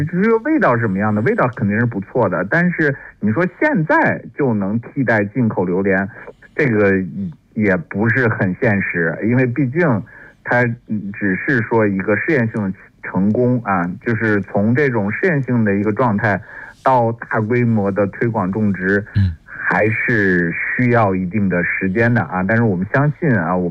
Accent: China; 我们中国人

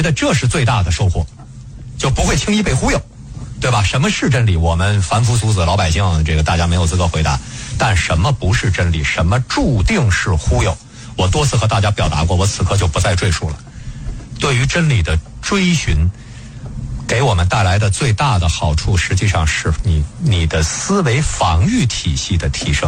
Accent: China; 我们中国人

